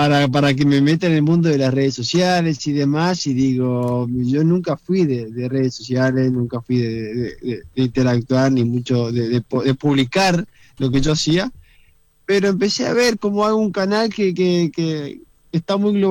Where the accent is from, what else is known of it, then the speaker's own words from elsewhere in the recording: Reconquista, Santa Fe, Argentina; Tenemos un club en Reconquista, en mi ciudad, donde yo soy de ahí, de Argentina